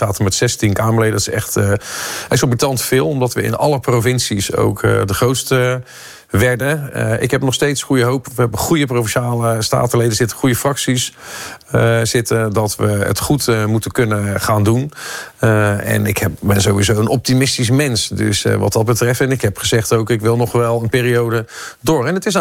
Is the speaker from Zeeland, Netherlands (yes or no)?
yes; Zeeland, Netherlands; Dat ons dat als Zeeuwen, als provincie, dat valt niet op te hoesten.